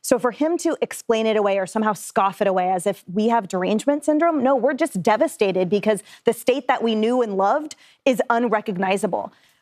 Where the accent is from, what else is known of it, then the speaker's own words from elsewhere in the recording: California, United States; But I'm from California. I lived in San Francisco while he destroyed it, while the homeless population exploded under his watch